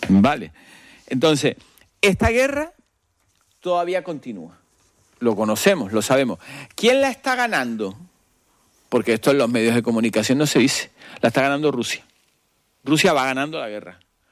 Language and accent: Spanish; Canary Islands, Spain; yo me siento muy canario y me gusta la bandera canaria y me gusta la bandera española y soy muy español.